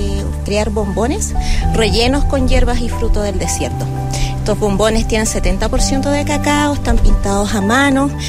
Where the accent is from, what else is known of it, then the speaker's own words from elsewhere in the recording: Antofagasta, Chile; la agricultura ancestral de mi pueblo atacameño, Licanantay.